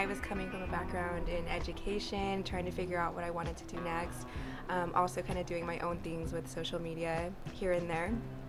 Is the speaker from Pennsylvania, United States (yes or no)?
no; Boise, Idaho, United States; I was born and raised in Boise. I come from an Ecuadorian American family. My dad has been and his family has been in the area for a very long time